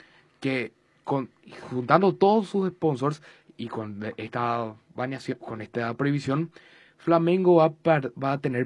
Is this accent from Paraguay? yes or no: yes; Paraguay; hasta nosotros los mismos paraguayos